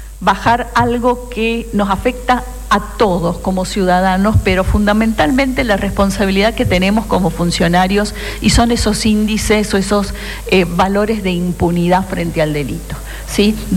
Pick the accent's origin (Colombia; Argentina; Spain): Argentina; una asignatura pendiente que teníamos como argentinos